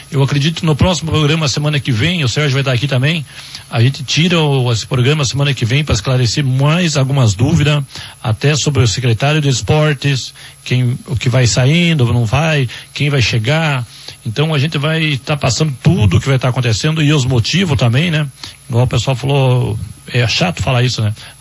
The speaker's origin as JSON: {"language": "Portuguese", "country": "Brazil", "said": "A gente é brasileiro"}